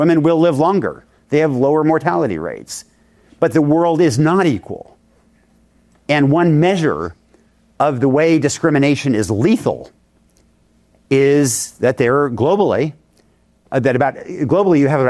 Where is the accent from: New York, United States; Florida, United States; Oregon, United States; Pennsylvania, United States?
Oregon, United States; Yamhill; I would come home to try to heal on the family farm that I grew up on in Oregon. And I always thought of it as God's country, right where the Willamette Valley goes into the coastal range. Beautiful place. My little hometown of Yamhill is population about 1,000 on a good day.